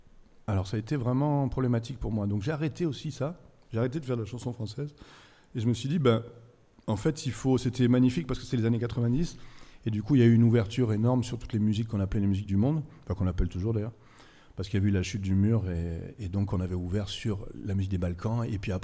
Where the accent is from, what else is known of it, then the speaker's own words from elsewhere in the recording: France; alors que moi je suis français et que je parle très mal anglais.